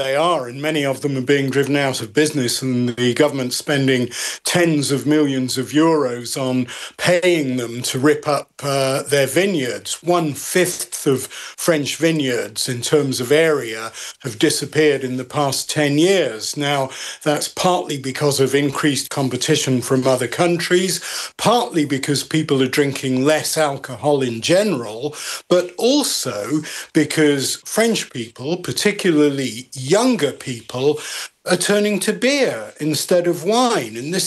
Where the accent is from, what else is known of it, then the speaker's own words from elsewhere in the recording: United Kingdom; Well, you know, I am a Brit